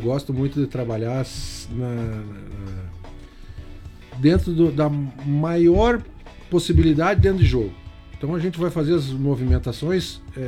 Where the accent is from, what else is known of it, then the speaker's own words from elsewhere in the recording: Rio Grande do Sul, Brazil; Eu sou gaúcho, né?